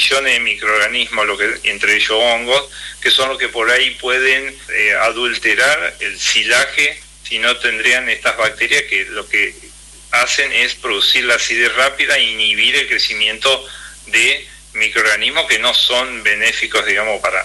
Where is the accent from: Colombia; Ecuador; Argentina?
Argentina; El Palenque, Entre Ríos; Nosotros estamos acá en la localidad del Palenque, de donde soy oriundo. Está a 40 kilómetros de Paraná.